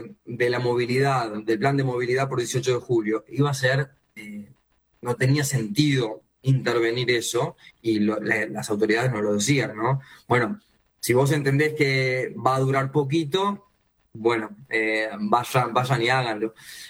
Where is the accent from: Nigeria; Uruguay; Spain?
Uruguay; Montevideo; El montevideanismo por excelencia, ¿no? Somos todos montevideanos acá en su mayoría.